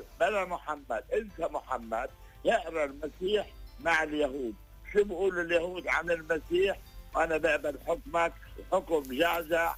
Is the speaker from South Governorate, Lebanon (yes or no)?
yes; Yaroun, South Governorate, Lebanon; born there; أنا ضيعتي يارون، أحدود فلسطين، حد على نبل ورماش بن جبال.